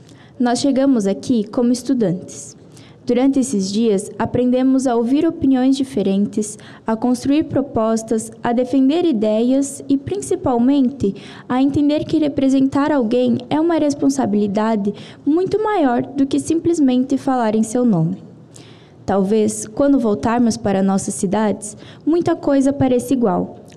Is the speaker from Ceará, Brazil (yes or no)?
yes; Ceará, Brazil; Eu vim de Ceará, em Santa Catarina, trazendo comigo não apenas o meu estado